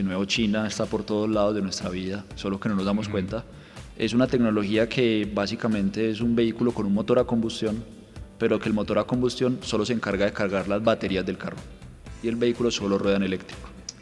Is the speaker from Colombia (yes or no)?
yes; Medellín, Antioquia, Colombia; moved away; yo soy de Medellín